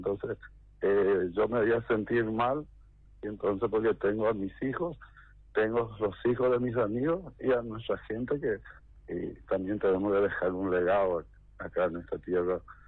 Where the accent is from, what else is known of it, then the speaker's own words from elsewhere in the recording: Paraguay; somos los paraguayos